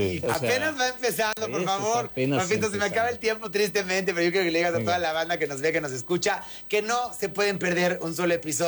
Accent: Mexico; a nosotros como mexicanos

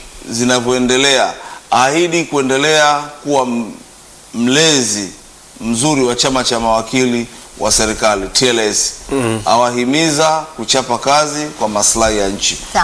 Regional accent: Tanzania; Swahili is a second language; sasa mimi ni Msukuma. Kiswahili ndio najifunza.

